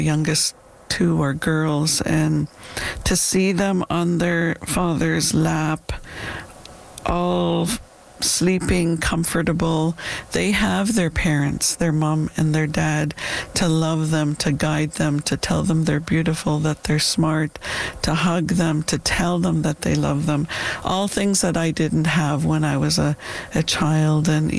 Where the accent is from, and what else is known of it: Dog Creek, British Columbia, Canada; born or raised there